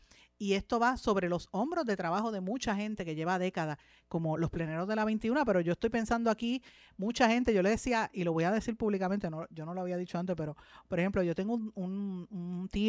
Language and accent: Spanish; Puerto Rico